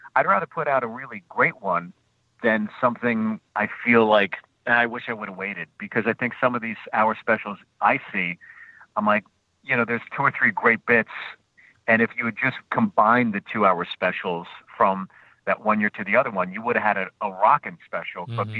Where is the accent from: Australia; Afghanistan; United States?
United States; Pittsburgh, Pennsylvania; you know, I grew up in Pittsburgh.